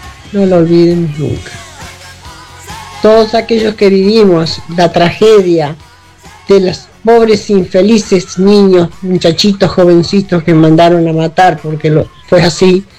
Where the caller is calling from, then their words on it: Florida, Uruguay; la uruguaya de Florida